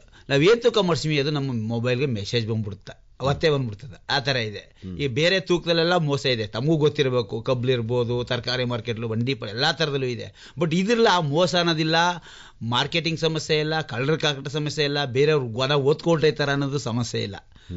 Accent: Kallipura, Karnataka, India; ನಮ್ಮ ಕಳ್ಳಿಪುರದಲ್ಲಿ ಆಡು ಕುರಿ ಸಾಕಾಣಿಕೆಯಲ್ಲಿ ಜೀವನ ಆಧಾರ.

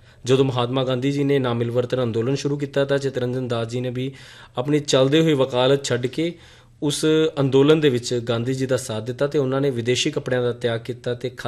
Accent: Punjab, India; ਅਸੀਂ ਪੰਜਾਬ ਤੋਂ ਬਿਲੋਂਗ ਕਰਦੇ ਹਾਂ

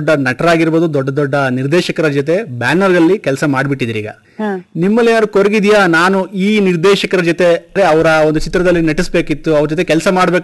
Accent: Kodagu, Karnataka, India

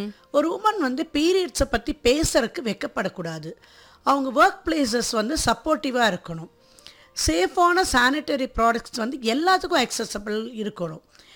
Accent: Coimbatore, Tamil Nadu, India; நான் கோயம்புத்தூர்லேயே பிறந்து வளர்ந்தது.

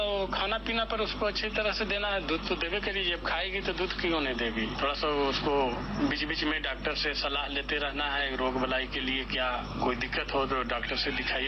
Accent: Ara Gate, Jharkhand, India; हम आरा गेट के रहने वाले हैं।

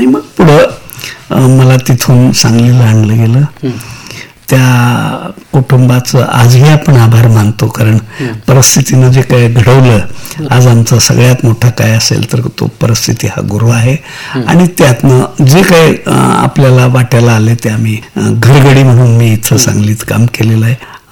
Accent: Aran, Maharashtra, India; आणि त्याच गावामध्ये आमचाही जन्म झालेला आहे. मूळ गाव माझं आरण आहे.

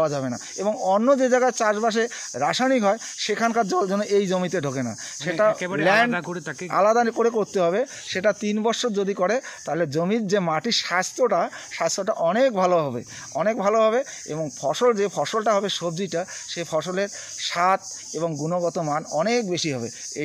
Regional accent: West Bengal, India; আমাদের উত্তরবঙ্গ

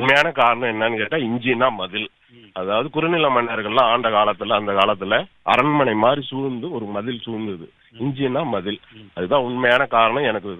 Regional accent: Tamil Nadu, India; எங்க ஊர்ல பாத்தீங்கன்னா தெருவுக்கு ஒரு கோயில் இருக்கிறது

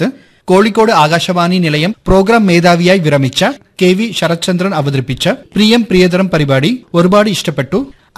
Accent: Kerala, India; ഓ, എത്ര തവണയാ ചേച്ചി ഞാൻ പറയുന്നത്, ഞാൻ മലയാളി തന്നെയാണ്.

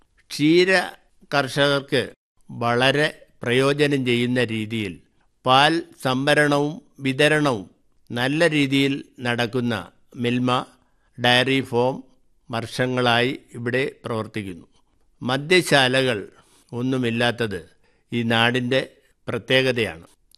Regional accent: Kerala, India

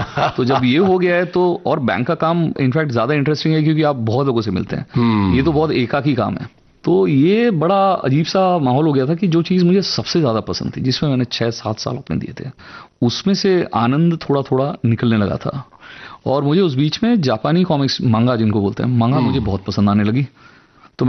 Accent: Ata Bira, Odisha, India; also born or lived in Bhilai; तब तक हम उड़ीसा शिफ्ट हो चुके थे भिलाई से, और ये बहुत छोटा सा गांव था, इसका नाम आता बिरा है।

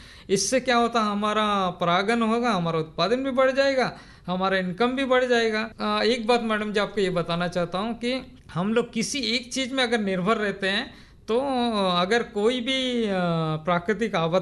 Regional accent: Andaman and Nicobar Islands, India

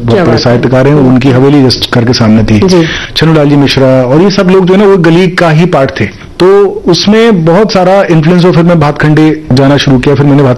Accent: Konch, Uttar Pradesh, India; accent: Bundelkhandi; moved away as an adult; also born or lived in Gwalior / Lucknow; जब मैं रहने वाला बुंदेलखंड का हूँ, वहीं पढ़ाई पला बड़ा भी वहीं पे हूँ, पढ़ाई भी वहीं से की है। जालौन जिले में एक छोटी सी जगह है कोंच, वहां पे मैंने अपनी 10+2 तक पढ़ाई की, उसके बाद एक साल ग्वालियर था, वहां से लखनऊ आ गए।

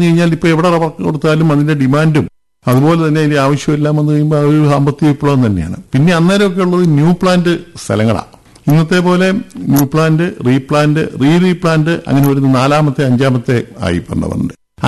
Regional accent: Pala, Kerala, India; കുട്ടിക്കാലം പ്ലാശനാൽ LP സ്കൂളിലാണ് 1 മുതൽ 4 വരെ പഠിച്ചത്.

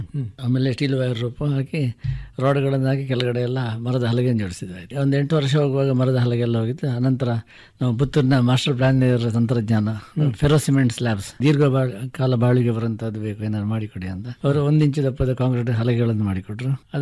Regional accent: Sullia, Karnataka, India; ಆರಂಭೂರಿನವರು, ನಮ್ಮ ಗ್ರಾಮ, ನನ್ನ ಗ್ರಾಮ.

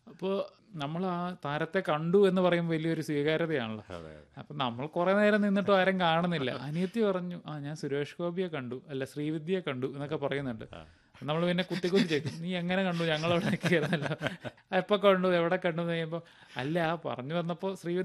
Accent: Kerala, India; now in Ernakulam, India; എന്റെ നാട്ടിലും തൊടുപുഴ അടുത്ത ഒരു ഗ്രാമത്തിലായിരുന്നു.

